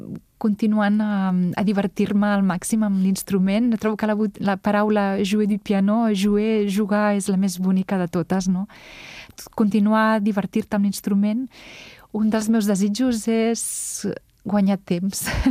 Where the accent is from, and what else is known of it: Catalonia, Spain; now in Paris, France